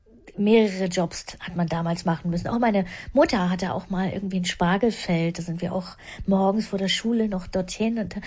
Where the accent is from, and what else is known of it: Schönhausen, Saxony-Anhalt, Germany; born or raised there; also born or lived in Havelberg